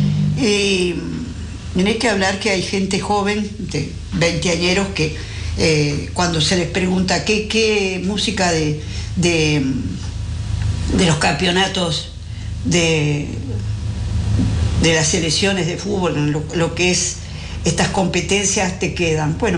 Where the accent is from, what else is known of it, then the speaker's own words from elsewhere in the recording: Uruguay; siendo uruguayos